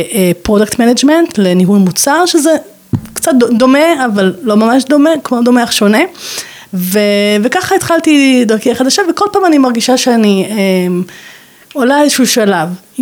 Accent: Hadera, Haifa District, Israel; born there; נולדתי בחדרה, משפחה נורמטיבית לחלוטין, מראשוני חדרה, ממש עם היסטוריה יפה כזו

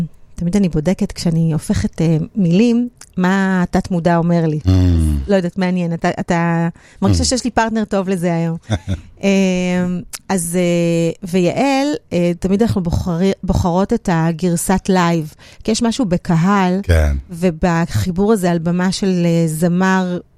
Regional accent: Jerusalem, Jerusalem District, Israel; אתה גדלת בירושלים, גם אני גדלתי

